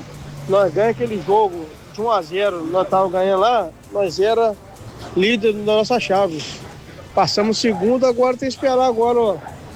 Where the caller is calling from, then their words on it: Rio Doce, Brazil; Que tá falando … do Rio Doce.